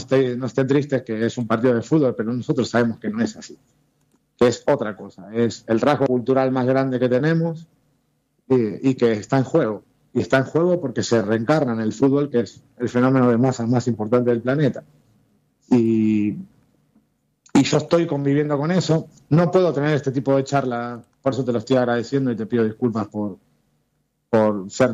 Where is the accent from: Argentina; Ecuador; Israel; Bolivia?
Argentina; Rosario, Santa Fe; moved away as an adult; now in Spain